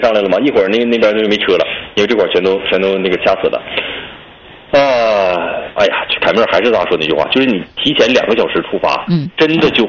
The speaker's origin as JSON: {"language": "Chinese", "region": "Jilin", "country": "China", "tie": "born or raised there", "moved": "yes", "said": "我老家吉林市"}